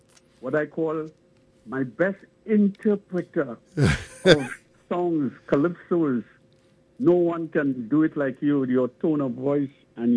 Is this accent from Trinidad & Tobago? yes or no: yes; Port of Spain, Trinidad & Tobago; born there; Yes, well, I was born at the corner of Martineau Lane and Calvary Hill. That is an area just a little bit beyond where Park Street in Trinidad, Port of Spain, Trinidad, ends.